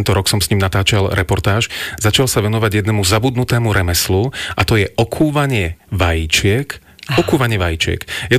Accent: Žilina, Žilina Region, Slovakia; Ja som rodák zo Žiliny

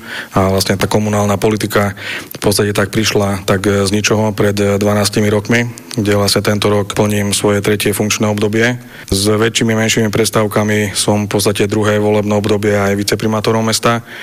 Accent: Moldava nad Bodvou, Košice Region, Slovakia; moved away as an adult; also born or lived in Nitra; ja som sa dostal na strednú poľnohospodársku školu v Moldave, takže ja si myslím, že celé to detstvo do tých 18 rokov som strávil v Moldave, takže som neodcestoval do Košic alebo niekde inde na strednú školu.

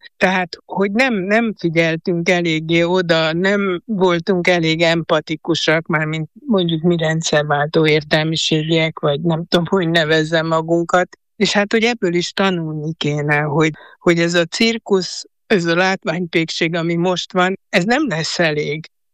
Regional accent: Hungary; Én, és szerintem nagyon sokan a Kádár rendszerben abban nőttünk föl

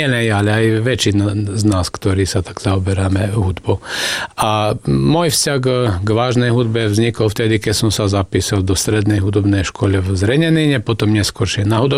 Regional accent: Vojvodina, Serbia; Mnohé tam u nás na Dolnej zemi, pochopíte, že zbory sú založené po 90. roku.

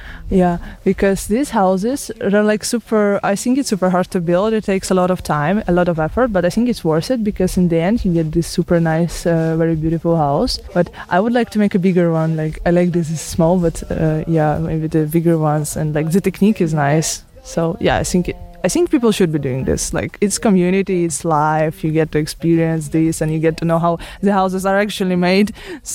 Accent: Odesa, Odesa Oblast, Ukraine; English is a second language; I'm from Ukraine, from Odessa, and I was in Slovakia in June

